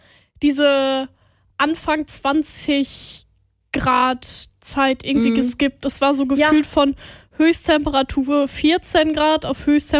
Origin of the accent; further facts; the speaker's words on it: North Rhine-Westphalia, Germany; born there; wir sind beide in NRW geboren.